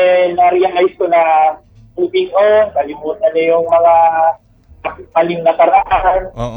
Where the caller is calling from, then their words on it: Taguig, Metro Manila, Philippines